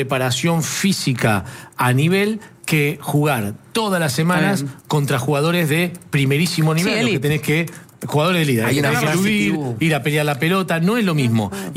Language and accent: Spanish; Argentina; nosotros somos argentinos